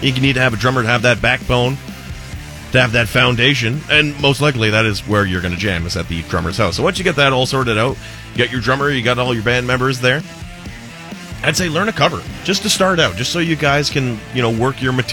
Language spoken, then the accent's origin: English; Montreal, Quebec, Canada; I was still living in my hometown of Montreal, and my friend and I drove down the night before.